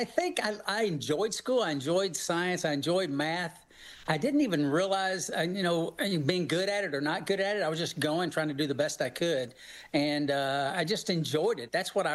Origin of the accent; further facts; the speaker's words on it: Tennessee, United States; born there; I was born in God's country, thankfully. It's Tennessee. Wonderful state.